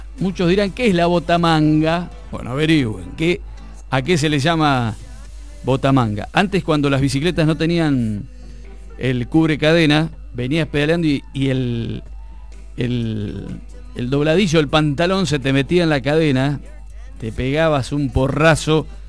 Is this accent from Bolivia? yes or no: no; Argentina; Recuerdo también en mis años de niño en Bedia